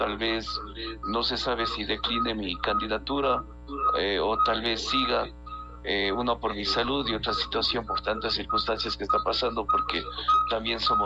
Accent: Aláquez, Cotopaxi, Ecuador; Somos pueblos, somos nacidos en Alaques

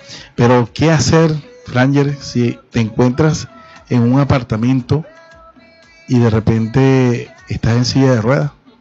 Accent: Venezuela

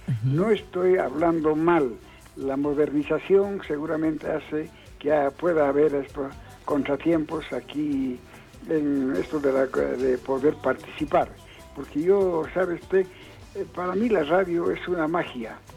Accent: San Pedro de Buena Vista, Potosí, Bolivia; moved away; yo soy de San Pedro de Buena Vista, provincia Charcas, del norte de Potosí.

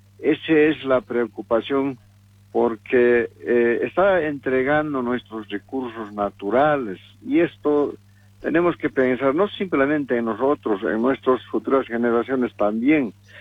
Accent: Bolivia; ¿Y nosotros qué somos? No somos bolivianos, somos personas de tercera clase, segunda clase.

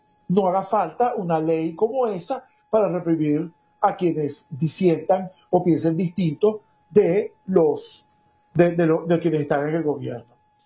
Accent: Venezuela; nosotros como venezolanos

